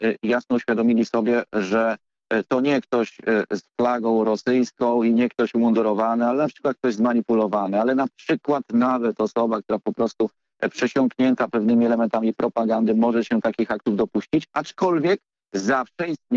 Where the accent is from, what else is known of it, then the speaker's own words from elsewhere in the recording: Warsaw, Masovian Voivodeship, Poland; Jestem warszawiakiem od pokoleń i dzięki temu jestem trochę wyostrzony